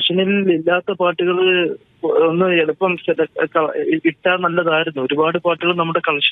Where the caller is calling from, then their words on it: Pallickal, Kerala, India; ഞാൻ വിളിക്കുന്നത് പള്ളിക്കൽ നിന്നാണ്. പള്ളിക്കൽ കൊല്ലം ജില്ലയാണ്. കൊല്ലം ജില്ലയുടെയും തിരുവനന്തപുരം ജില്ലയുടെയും സെന്ററിലായിട്ട് വരും